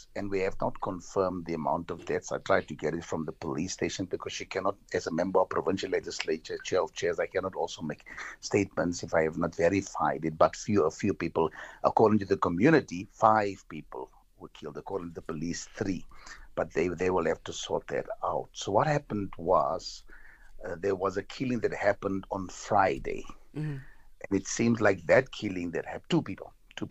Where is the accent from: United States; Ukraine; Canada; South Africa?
South Africa; Johannesburg, Gauteng; I've been growing up in Westbury. I am 64 years old.